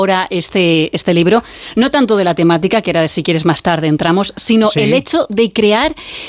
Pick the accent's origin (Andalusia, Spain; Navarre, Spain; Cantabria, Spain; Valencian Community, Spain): Valencian Community, Spain; ahora que nosotros sí, como valencianos sabemos de lo que hablamos